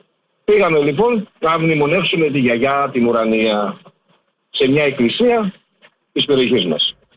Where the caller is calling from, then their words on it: Ilion, Attica, Greece; είμαι από το Ήλιον.